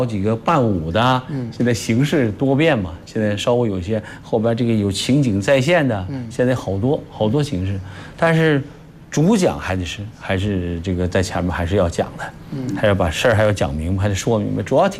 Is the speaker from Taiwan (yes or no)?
no; Sheyang, Jiangsu, China; 也呢把我们射阳宣传宣传，就是专门弄一批射阳的作品。